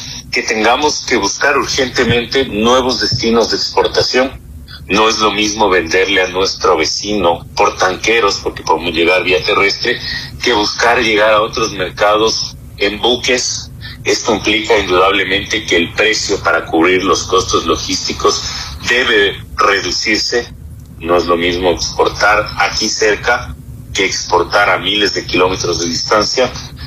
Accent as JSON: {"language": "Spanish", "country": "Ecuador", "said": "nosotros como ecuatorianos somos gente seria, gente respetuosa de las reglas, de las leyes"}